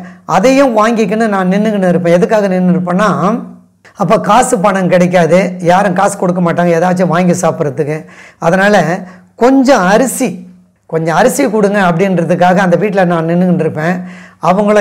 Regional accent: Nedungundram, Tamil Nadu, India; also born or lived in Perumbakkam; நெடுங்குன்றம், வண்டலூர் ஜூவுக்கு பக்கத்தில் நெடுங்குன்றம் என்ற கிராமம் தான் என்னுடைய சொந்த ஊர். அந்த சொந்த ஊருக்கு நாங்கள் வந்துட்டோம். ஆனால் எங்களுடைய குடும்பம் ஒரு பாரம்பரியமான கத்தோலிக்க திருச்சபையை சார்ந்த ஒரு குடும்பம்.

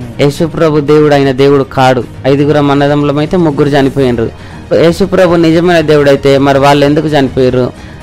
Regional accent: Sirikonda, Telangana, India; మాది నిజామాబాద్ జిల్లా చిన్నవాల్గూడ్ సిరికొండ మండల్.

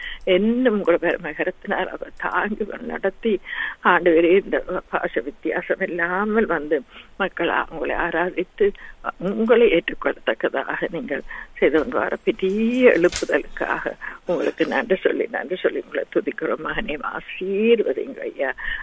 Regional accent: Sri Lanka; அன்பின் தேவனே, நாங்கள் பிறந்து வளர்ந்த இலங்கை தீவுக்காக உங்களை வருகிறோம் ராஜா.

